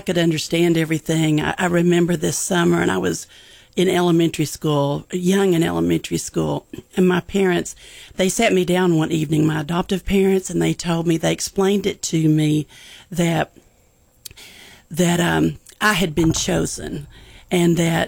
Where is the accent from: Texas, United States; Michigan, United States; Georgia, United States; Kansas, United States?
Texas, United States; Wichita Falls; born there; I was born in Wichita Falls, was in an orphanage with Volunteers of America for a period of time.